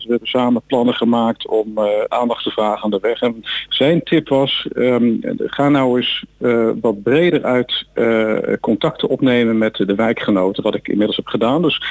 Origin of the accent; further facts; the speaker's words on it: Rotterdam, South Holland, Netherlands; moved away as an adult; now in Amsterdamse Straatweg (N221), near Soest, Netherlands; Ik woon zelf, we komen uit Rotterdam en omstreken.